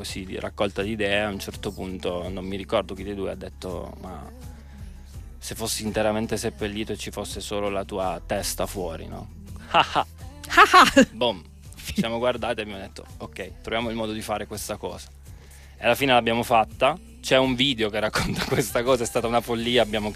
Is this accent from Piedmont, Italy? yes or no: no; Policoro, Basilicata, Italy; del bosco del mio paese, che si chiama Bosco Pantano